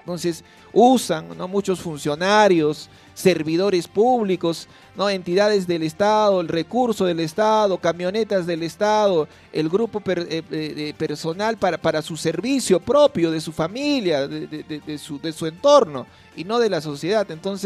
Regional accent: Peru; me da mucha alegría como peruano

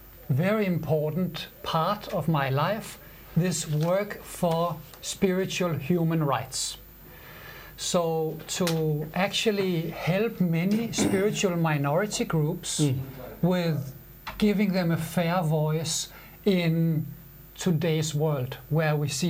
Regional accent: Denmark; I grew up here in Denmark

